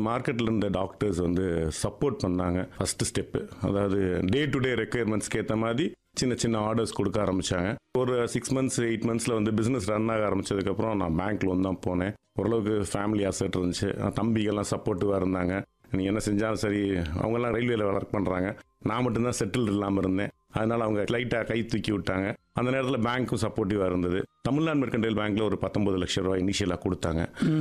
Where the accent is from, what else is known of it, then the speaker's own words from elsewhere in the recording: Madurai, Tamil Nadu, India; நான் இங்கே வெளியூருக்குலாம் போல, மதுரையில் பிறந்து மதுரையில் வளர்ந்தேன், மதுரையிலே வேலை பார்த்தேன்